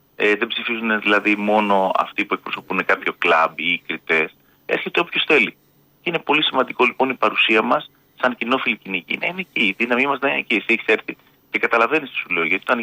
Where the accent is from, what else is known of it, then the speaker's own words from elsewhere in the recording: Epirus, Greece; Και εμένα οι θείοι μου, όλοι στο χωριό μου, στα Ζαγόρια